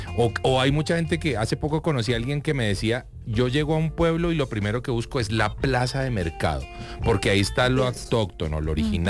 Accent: Colombia; cuando hablo de nosotros, hablo de Colombia.

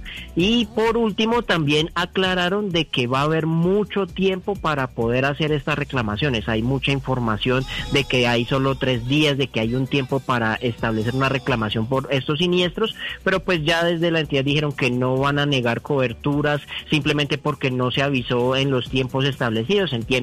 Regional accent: Colombia

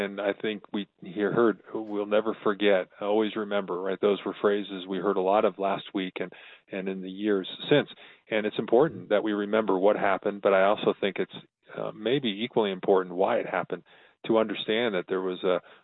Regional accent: Long Island, New York, United States; I'm from New York. Mm-hmm. I grew up on Long Island

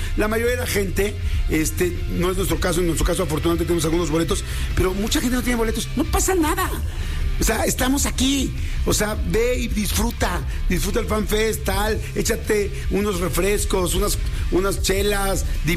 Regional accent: Mexico; Que por primera vez voy a estar en el Estadio Azteca, donde todos los que somos mexicanos estamos del mismo lado.

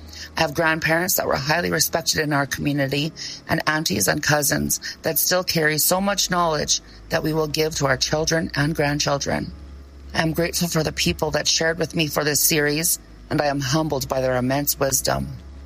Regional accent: Manitoba, Canada; I'm also half Cree. I grew up in Manitoba.

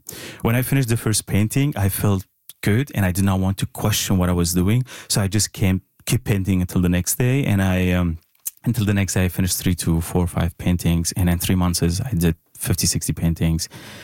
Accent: Syria; growing up in Syria, we had this tiny small room was given to our family, my mom and my siblings.

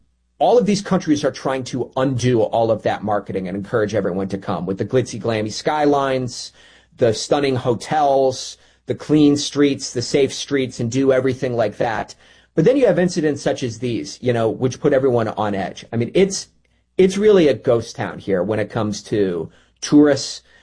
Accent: Cleveland, Ohio, United States; born or raised there; now in Qatar

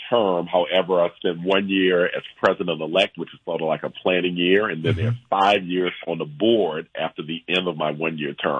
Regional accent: New Orleans, Louisiana, United States; So I'm from New Orleans, born and raised in New Orleans. I'm a double bison, Howard University, undergrad Howard University School of Law. And I continue to be based in Louisiana, New Orleans, Louisiana.

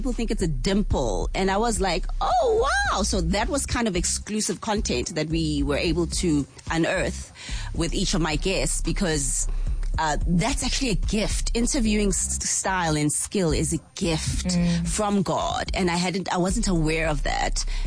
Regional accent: KwaZulu-Natal, South Africa; because I was also from the Midlands

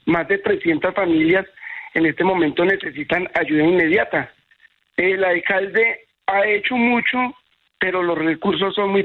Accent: Montenegro, Quindío, Colombia; Yo soy de Montenegro, Quindío. Un pueblo que fue azotado por el terremoto, es el segundo municipio más afectado de Quindío

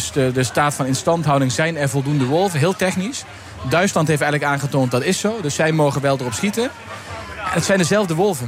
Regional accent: Limburg, Netherlands; Hebben wij daar iets mee te maken als Limburgers of dat niet?

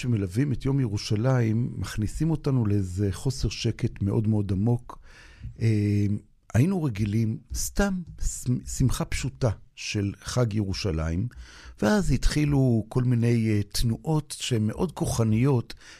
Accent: Jerusalem, Jerusalem District, Israel; בתור ירושלמי

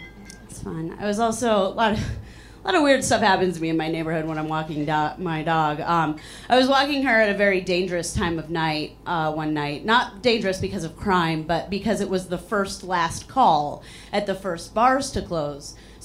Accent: Chicago, Illinois, United States

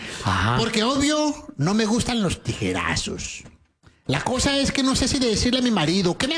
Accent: Tabasco, Mexico; now in Chicago, United States; Nosotros somos de Tabasco.

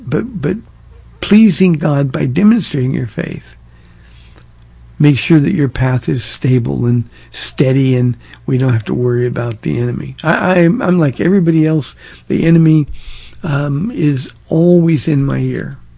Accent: California, United States; Now, I'm from Southern California, so you don't get that kind of rain.

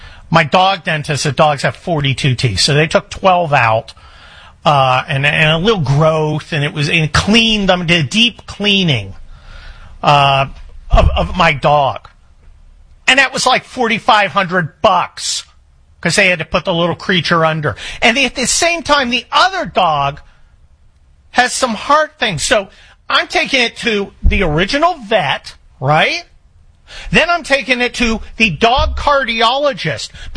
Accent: Scotland, United Kingdom

